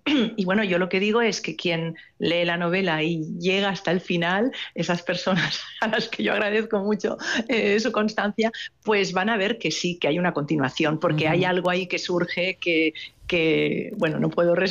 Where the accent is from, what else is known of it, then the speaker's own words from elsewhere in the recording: Barcelona, Catalonia, Spain; No soy de La Escala porque yo soy urbana de Barcelona.